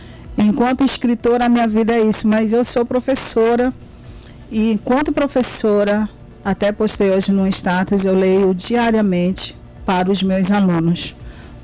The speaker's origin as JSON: {"language": "Portuguese", "town": "Macapá", "region": "Amapá", "country": "Brazil", "tie": "born there", "said": "morava no Buritizal à época"}